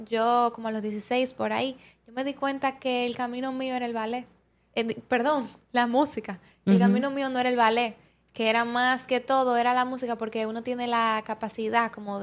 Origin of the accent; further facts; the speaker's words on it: Dominican Republic; lo que somos nosotros como dominicanos